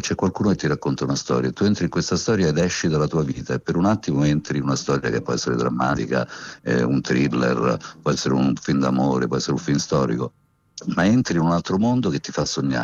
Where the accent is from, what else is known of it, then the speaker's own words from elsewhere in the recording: Rome, Lazio, Italy; Siamo romani, ma abbiamo fatto, che se tu pensi, non so, Sotto il vestito niente, eccezionale veramente, Via Monte Napoleone, Iuppis, ma tantissimi, abbiamo fatto tantissimi film che hanno raccontato Milano